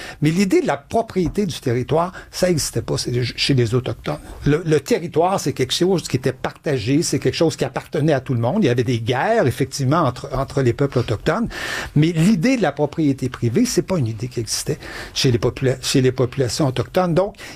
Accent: Quebec, Canada; Oui, mais on nous plaque l'histoire des Américains, on est des Québécois.

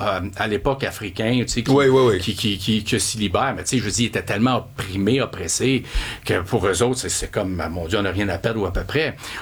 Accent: Brossard, Quebec, Canada; born there; also born or lived in Montreal; now in Saint-Constant, Canada; J'ai été élevé à Montréal, l'est de Montréal, puis après, je suis allé rester à partir de 6 ans à Brossard, puis après, je suis allé dans mon comté à Saint-Constant à partir de 19 ans.

